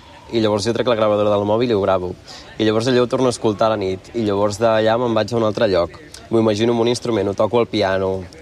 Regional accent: Tordera, Catalonia, Spain; sóc de Tordera.

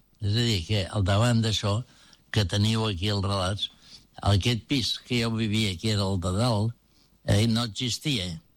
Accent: El Prat de Llobregat, Catalonia, Spain; born there; also born or lived in Torredembarra

